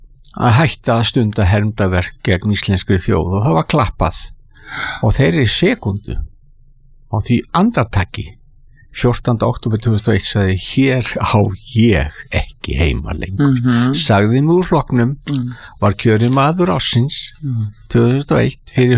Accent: Reykjavík, Capital Region, Iceland; Ég alinn upp í Skaftahlíðinni sem mitt á milli þessa gamla framvallar og valsvallarins undir ösku hlíðinni.

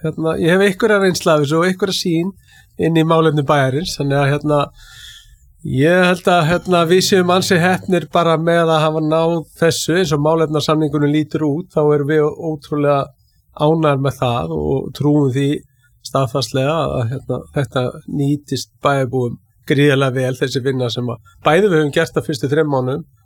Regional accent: Keflavík, Southern Peninsula, Iceland

